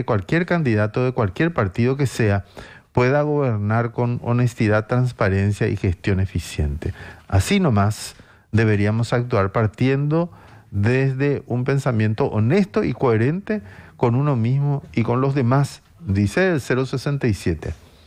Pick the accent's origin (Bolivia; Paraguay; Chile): Paraguay